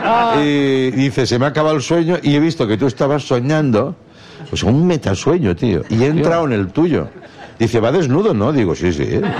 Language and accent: Spanish; Granollers, Catalonia, Spain; Digo, es que soy de Granollers yo.